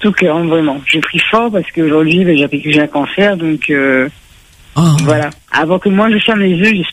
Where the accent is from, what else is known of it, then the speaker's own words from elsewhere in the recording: France; moved away as an adult; now in Réunion, France; je suis née à La Réunion, mais j'ai grandi en métropole. Je suis revenue il y a très peu de temps par rapport à mon travail.